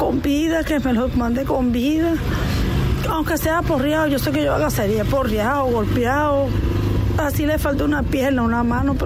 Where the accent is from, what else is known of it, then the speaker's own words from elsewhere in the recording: Caraballeda, La Guaira, Venezuela; Y bueno, yo soy de Caraballeda, de otra parroquia